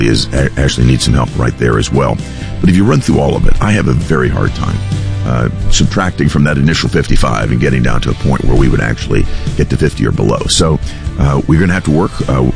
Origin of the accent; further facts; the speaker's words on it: Tennessee, United States; I can tell you that's true here in my home state of Tennessee.